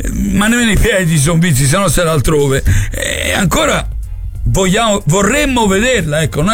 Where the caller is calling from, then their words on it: Florence, Tuscany, Italy; da fiorentino quale sono e fortunatamente resterò